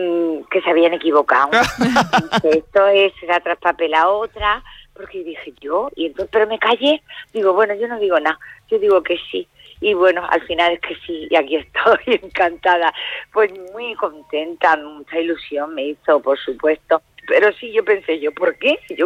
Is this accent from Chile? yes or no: no; Málaga, Andalusia, Spain; moved away; yo no puedo volver a Málaga con esta papeleta